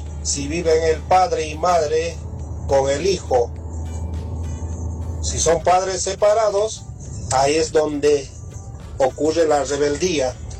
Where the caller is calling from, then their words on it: Lomas, Buenos Aires, Argentina; de Lomas.